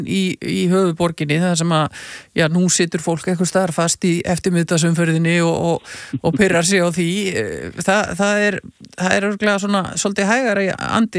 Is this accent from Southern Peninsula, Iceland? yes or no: yes; Keflavík, Southern Peninsula, Iceland; sem Keflvíkingur þá segir maður auðvitað alltaf í Keflavík